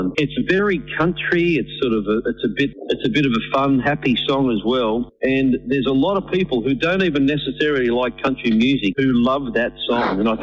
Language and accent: English; Australia; I'm Australian. I love Australia.